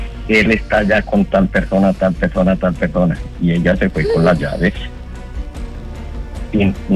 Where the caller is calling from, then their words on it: Candelaria, Valle del Cauca, Colombia; te llamo desde Villa Gorgona, Candelaria, Valle del Cauca.